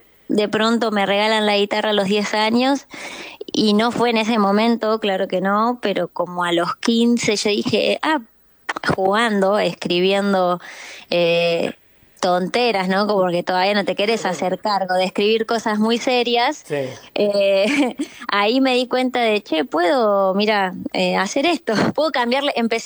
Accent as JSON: {"language": "Spanish", "region": "La Pampa", "country": "Argentina", "moved": "as an adult", "lives_now": "Córdoba, Argentina", "said": "Y yo acá ya tenía a mis hermanos estudiando, entonces desde La Pampa es bastante común venirte a estudiar a Córdoba, y bueno, sin mucha vuelta terminé siendo una cordobesa."}